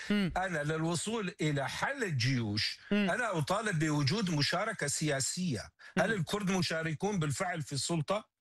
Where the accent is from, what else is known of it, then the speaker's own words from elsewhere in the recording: Syria; now in Erbil, Iraq; أنا كردي سوري